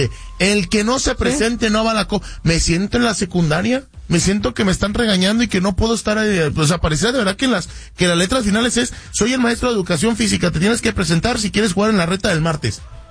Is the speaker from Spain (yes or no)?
no; Mexico; queremos nosotros como mexicanos poder apoyarnos en CONCACAF.